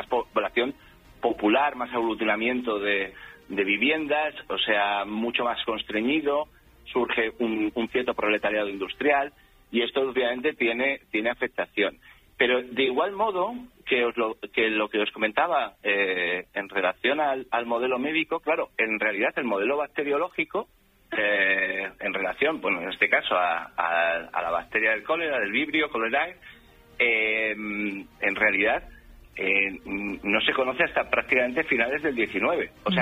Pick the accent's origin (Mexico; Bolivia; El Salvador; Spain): Spain; Madrid, Community of Madrid